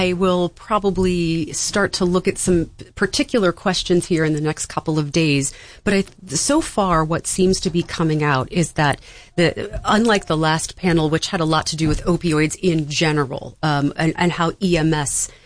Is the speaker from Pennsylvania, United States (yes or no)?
yes; Elk County, Pennsylvania, United States; moved away; I am from Elk County. I grew up in Western Pennsylvania